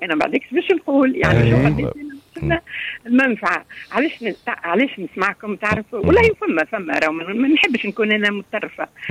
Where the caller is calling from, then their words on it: Ariana, Ariana Governorate, Tunisia; أهلا وسهلا معك … من أريانا.